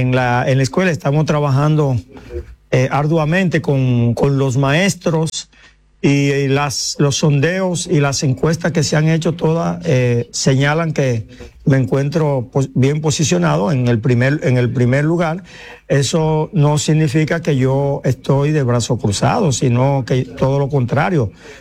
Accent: Santo Domingo Este, Santo Domingo, Dominican Republic; Nosotros somos de Santo Domingo Este.

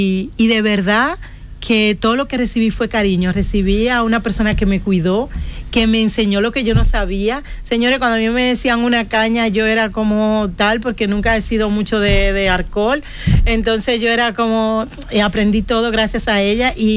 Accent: Dominican Republic; moved away as an adult; now in Spain; ya no soy esa chiquita jovencita que llegó a España con tantas ilusiones. Sigo con las mismas ilusiones de luchar por los míos, por mi tierra, por la mujer dominicana

